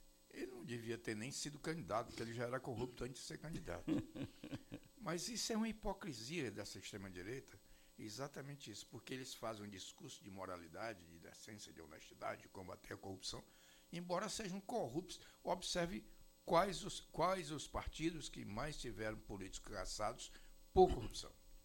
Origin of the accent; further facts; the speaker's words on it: Brazil; born there; Eu não nasci no Brasil porque eu quis.